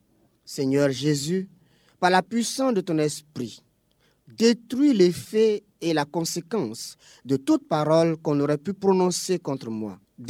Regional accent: Côte d’Ivoire; chez nous en Côte d'Ivoire

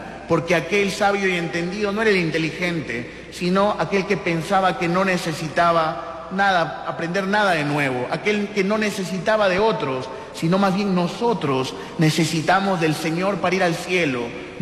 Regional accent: Peru; nosotros como peruanos

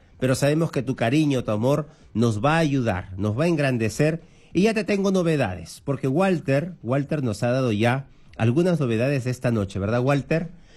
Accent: Ica, Peru; Gracias, Ica, mi tierra.

